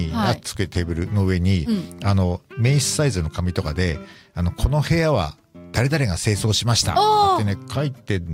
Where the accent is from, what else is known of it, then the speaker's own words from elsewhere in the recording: Kamaishi, Iwate, Japan; born there; also born or lived in Ichinoseki; 岩手の南の方にある一ノ関市、というところで、うん、まあ、じゃあそこで生まれたんかっていうと、生まれたのは沿岸の、釜石市なんですけど、